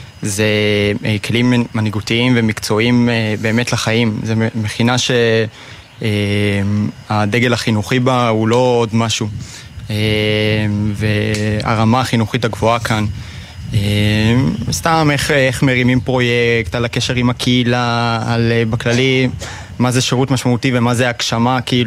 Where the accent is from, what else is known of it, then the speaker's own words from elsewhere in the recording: Kiryat Motzkin, Haifa District, Israel; moved away as an adult; now in Holit, Israel; אני מהקריות במקור, מקריית מוצקין.